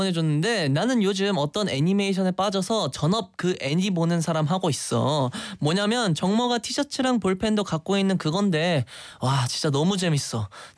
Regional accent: South Korea; 오케이 저는 대한민국 사람이니까 좋습니다.

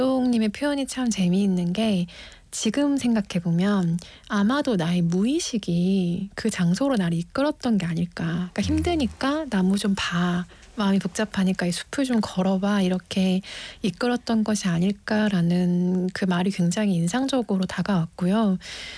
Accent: Seoul, South Korea; 제가 20살 이전에 살던 그 상도동 아파트를 몇번 가본 적이 있어요. 근데 저는 진짜 그야말로 아파트 키즈여서

